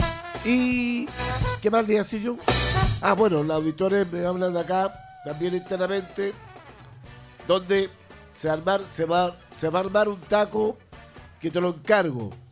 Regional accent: Santiago, Santiago Metropolitan Region, Chile; now in Rancagua, Chile; Estoy en Ancagua, en Callejones, soy de Santiago.

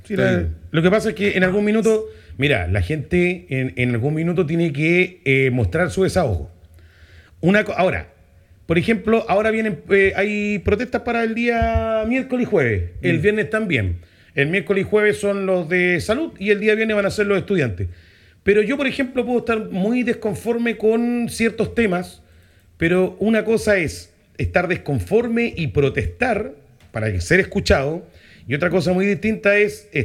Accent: Santiago, Santiago Metropolitan, Chile; Acuérdense que yo vengo de Santiago, viví en Santiago.

